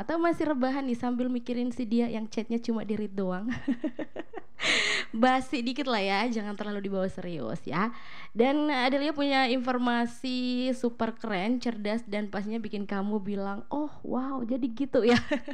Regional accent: Indonesia; Kalau menang ya tetap kita orang Indonesia ya, kita bukan orang Argentina, bukan orang Spanyol juga.

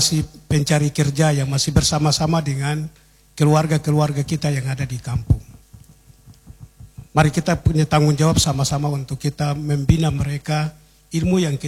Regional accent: Papua, Indonesia; kita sendiri orang Papua

